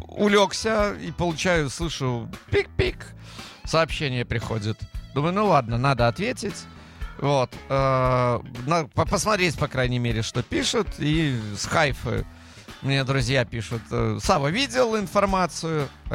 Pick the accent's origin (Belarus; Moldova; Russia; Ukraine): Belarus; Я с Беларуси.